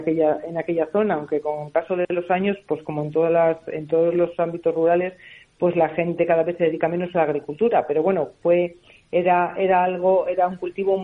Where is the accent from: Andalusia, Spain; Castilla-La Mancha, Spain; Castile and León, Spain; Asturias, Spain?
Castile and León, Spain; San Miguel de las Dueñas; vengo a invitaros a todos a mi pueblo, a San Miguel de las Dueñas